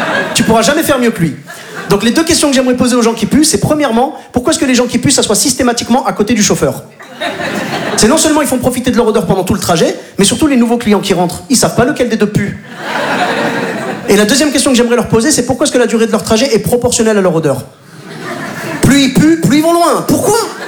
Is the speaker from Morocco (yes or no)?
yes; Morocco